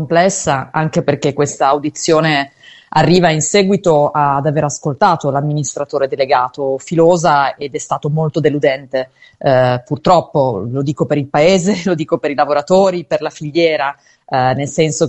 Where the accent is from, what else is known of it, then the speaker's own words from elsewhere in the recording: Turin, Piedmont, Italy; lo dico anche da torinese